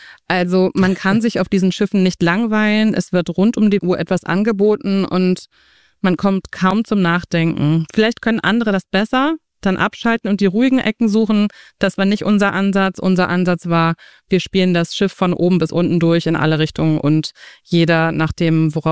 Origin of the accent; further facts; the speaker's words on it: Germany; ich bin Seglerin, ich bin an der Ostsee aufgewachsen.